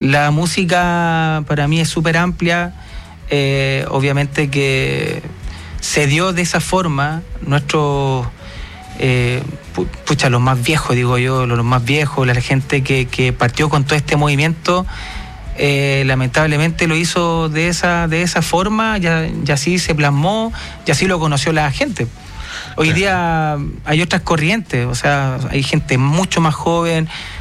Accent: Iquique, Tarapacá, Chile; now in Santiago, Chile; Antes, cuando yo estaba en Iquique, conectaba con estas fiestas, me preparaba para ir a estas fiestas. Uh-huh. Ahora que estoy acá en Santiago

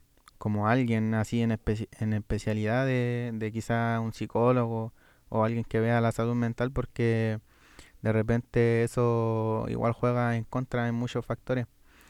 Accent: Santiago, Santiago Metropolitan Region, Chile; donde yo me crié, en Cerro Navia

